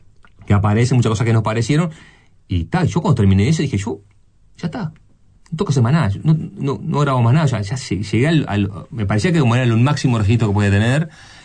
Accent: Uruguay; nosotros somos de Uruguay

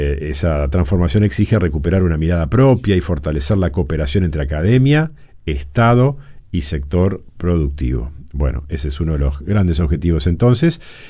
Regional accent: Uruguay

